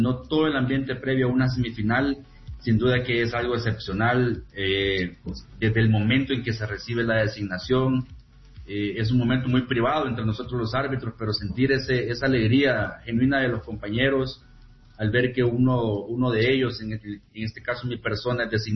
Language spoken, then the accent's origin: Spanish; Santa Ana, El Salvador; Bueno, como soy de Santa Ana, yo entreno en las canchas del Taex Finca Modelo